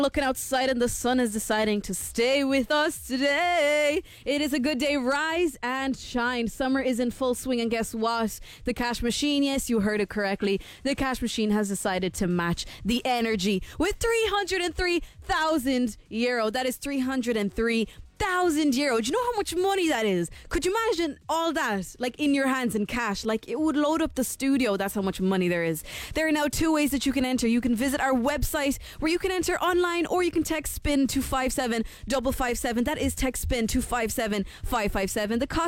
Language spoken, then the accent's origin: English; Galway, Connacht, Ireland; I am from Galway and it is known as the county that is the most romantic.